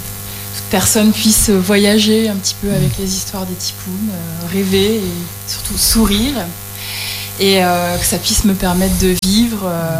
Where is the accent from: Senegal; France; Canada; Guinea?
France; Hauts-de-France; Après, je suis une ch'ti, hein